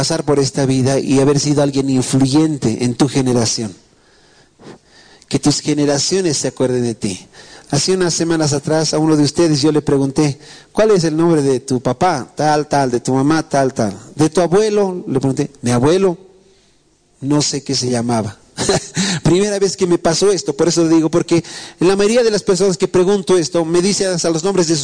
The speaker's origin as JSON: {"language": "Spanish", "country": "Bolivia", "said": "antes que bolivianos somos ciudadanos del cielo."}